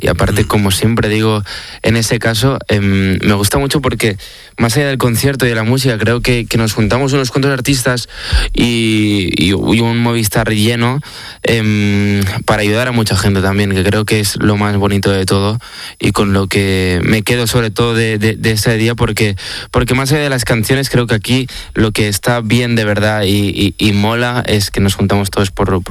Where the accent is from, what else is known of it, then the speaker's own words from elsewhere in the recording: Barcelona, Catalonia, Spain; yo soy un chico de Barcelona